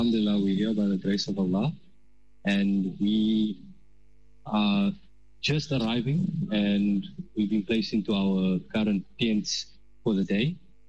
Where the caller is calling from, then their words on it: Johannesburg, Gauteng, South Africa; So I'm from Johannesburg, and alhamdulillah